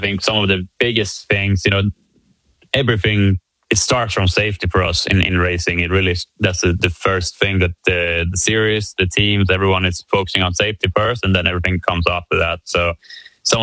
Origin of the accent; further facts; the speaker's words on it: Sweden; moved away as an adult; now in United States; not being American, you know, being a Swedish driver, but having lived now 8 years in America